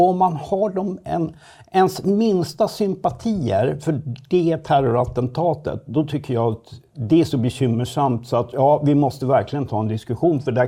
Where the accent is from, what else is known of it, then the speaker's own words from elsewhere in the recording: Södertälje, Stockholm County, Sweden; jag bor själv, jag kommer från Södertälje och bor där återigen. Och det är en kommun som har varit uppmärksammad för politisk infiltration i stadshuset